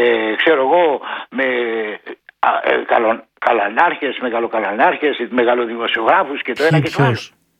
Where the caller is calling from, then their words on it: Greece; Εγώ είμαι Έλληνας φορολογούμενος και πληρώνω την ΕΡΤ.